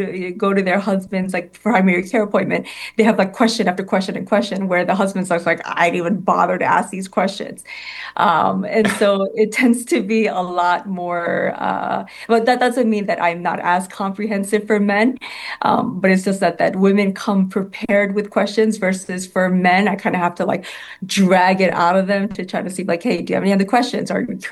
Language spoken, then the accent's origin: English; New York City, New York, United States; And I just absolutely love being a New Yorker.